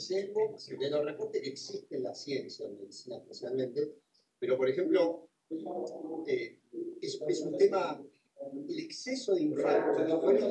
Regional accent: Argentina; no lo veamos como que somos argentinos

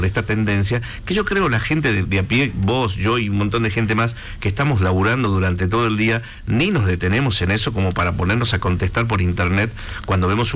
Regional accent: Argentina; lo que somos los argentinos, también que descendemos de muchas de esas conjunción de culturas y de etnias

